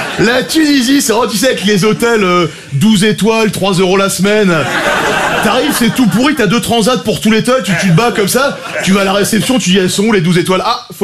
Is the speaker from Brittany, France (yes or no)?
no; La Courneuve, Île-de-France, France; Non, moi, j'ai grandi à la Courneuve, je suis intermittent du spectacle, je fais les heures.